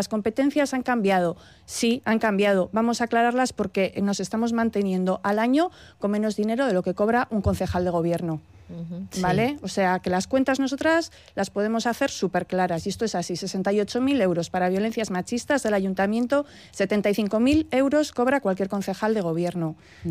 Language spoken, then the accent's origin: Spanish; Bilbao, Basque Country, Spain; somos muy de Bilbao, somos más de Bilbao que el Guggenheim.